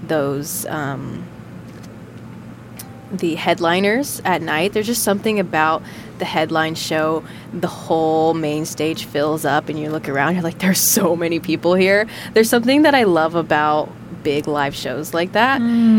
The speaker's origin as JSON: {"language": "English", "region": "California", "country": "United States", "said": "I love being in the heat. I'm from SoCal."}